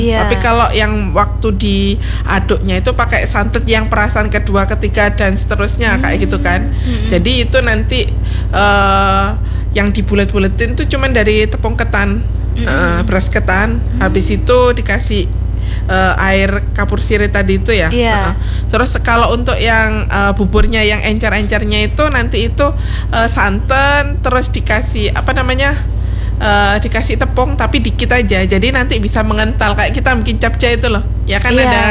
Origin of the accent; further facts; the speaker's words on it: Java, Indonesia; saya selaku orang Jawa